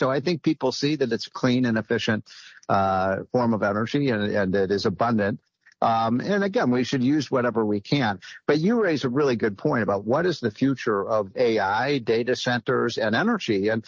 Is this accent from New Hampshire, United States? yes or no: no; Chicago, Illinois, United States; I'm a Chicagoan, and just I was crying when I wrote the piece about the Chicago Bears leaving Chicago and going to Hammond, Indiana.